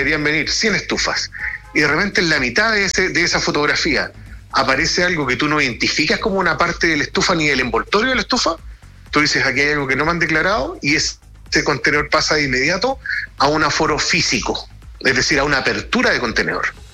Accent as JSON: {"language": "Spanish", "country": "Chile", "said": "por decirlo así en buen chileno. Y la verdad es que no, esto nos preocupa como chilenos en general."}